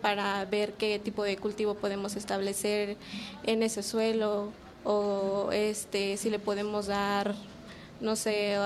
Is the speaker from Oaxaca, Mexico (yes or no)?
no; Metlatonoc, Guerrero, Mexico; first language Mixtec; Spanish is a second language; moved away as an adult; somos de Metlatono Guerrero, o en nuestra lengua, que es el Tunzabi, es Itiatano.